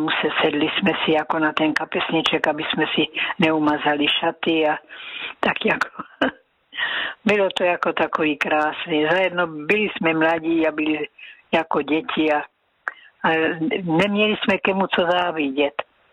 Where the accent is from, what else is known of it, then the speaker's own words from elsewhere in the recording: Násedlovice, South Moravian Region, Czechia; ja sem pocházím z Násedlovic, a přes pole sme chodili do Klobouk do Brna, u Brna, teda Klobouky u Brna, tam sme chodili do kostela.